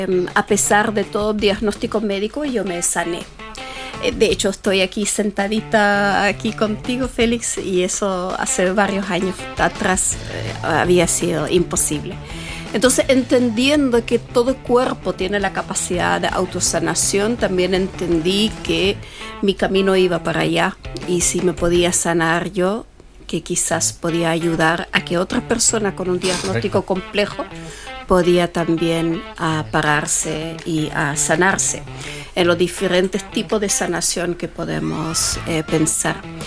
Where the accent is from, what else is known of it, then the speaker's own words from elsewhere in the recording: Netherlands; Spanish is a second language; moved away; Esto fue en Holanda, mi país de origen, por eso mi acento un poco extraño quizás.